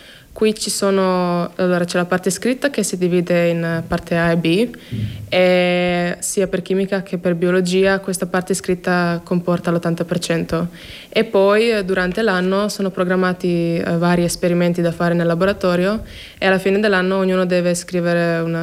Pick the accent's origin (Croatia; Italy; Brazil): Croatia; io sono dalla Croazia quindi posso anche andare in Croazia oppure anche in Slovenia, capisco le lingue